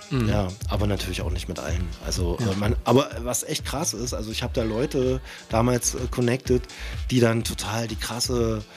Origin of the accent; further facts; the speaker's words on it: Dessau, Saxony-Anhalt, Germany; now in Leipzig, Germany; Ich war ja vorher in Dessau ansässig, oder das ist halt meine Heimatstadt